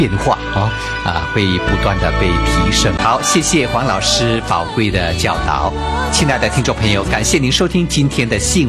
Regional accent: China; 对于我们中国人来说，要说一些称赞啊、感谢、欣赏的话是需要突破的，需要学习的。

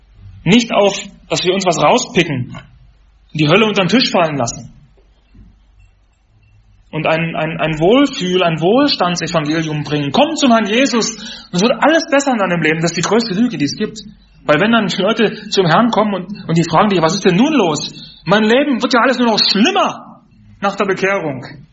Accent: Germany; Ich bin in der DDR aufgewachsen und 1989 war ich 11 Jahre alt, wo die Wende war, wo die Mauer fiel.

